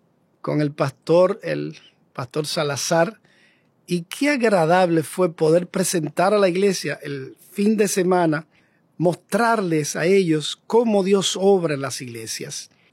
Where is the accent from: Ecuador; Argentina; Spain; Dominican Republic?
Dominican Republic; born there; aun cuando nací en República Dominicana y me llamo a mí mismo dominriqueño